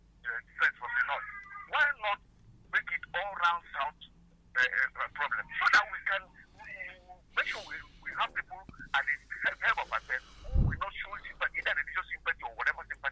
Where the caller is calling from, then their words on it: Nigeria; I'm calling from